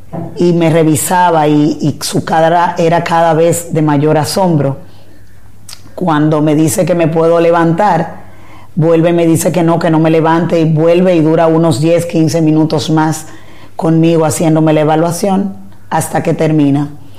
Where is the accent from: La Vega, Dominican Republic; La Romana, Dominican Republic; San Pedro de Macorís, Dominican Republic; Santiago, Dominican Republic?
La Romana, Dominican Republic; Actualmente aquí crecí, aquí ya he desarrollado toda mi vida.